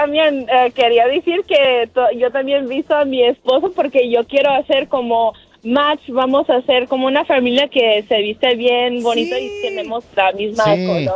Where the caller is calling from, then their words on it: Houston, Texas, United States; Soy de Houston, Texas.